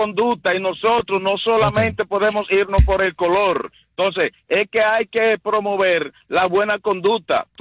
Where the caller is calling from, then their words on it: Philadelphia, Pennsylvania, United States; aquí en el caso específico de Filadelfia, ya los taxistas nos estamos uniendo